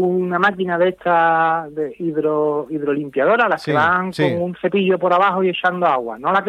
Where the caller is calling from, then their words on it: Puerto Real, Andalusia, Spain; yo vivo en Casines, en una barriada de Puerto Real que está casi al fondo de Puerto Real, saliendo ya para San Fernando, en la salida de San Fernando.